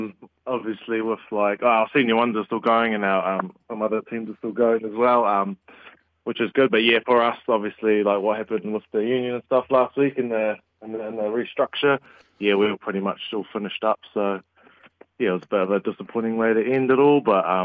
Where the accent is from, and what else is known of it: Wellington, New Zealand; born there